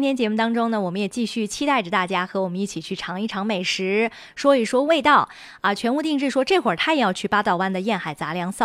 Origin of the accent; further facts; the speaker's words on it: northern China, China; 作为北方人